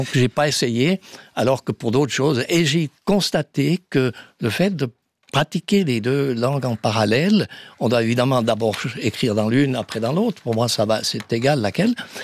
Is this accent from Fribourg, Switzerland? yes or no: yes; Fribourg, Switzerland; je viens de Fribourg où nous parlons ce qu'on appelle le bolt, c'est-à-dire le mélange des deux langues allemand et français du coin.